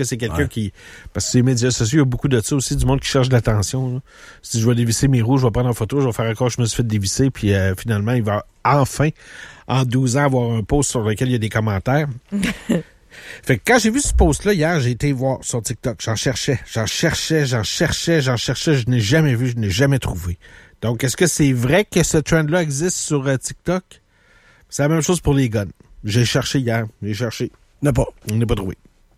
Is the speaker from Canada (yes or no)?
yes; Quebec City, Quebec, Canada; Je suis chauvin de ma ville, chauvin de ma région. J'adore venir de Québec.